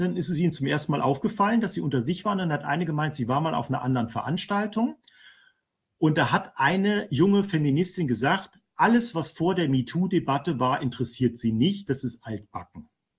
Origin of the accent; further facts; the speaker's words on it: Marburg, Hesse, Germany; moved away; also born or lived in Berlin; Ich komme aus Marburg.